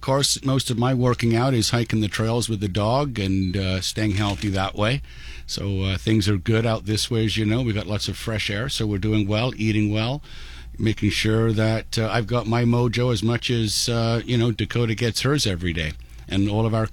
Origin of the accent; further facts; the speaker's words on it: England, United Kingdom; Well, I don't know about an accent, but a U.K., you know, originally from England, obviously, and then c